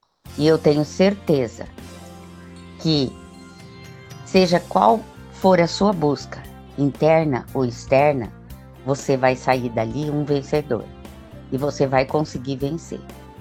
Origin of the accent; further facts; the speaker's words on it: Santo André, São Paulo, Brazil; eu sou de Santo André.